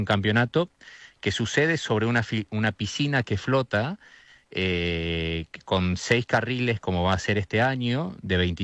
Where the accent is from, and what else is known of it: Argentina